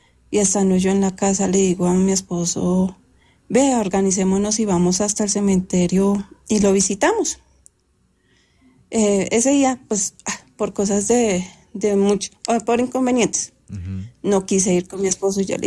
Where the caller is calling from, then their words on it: Bogotá, Bogotá Capital District, Colombia; Yo me encuentro desde la ciudad de Bogotá.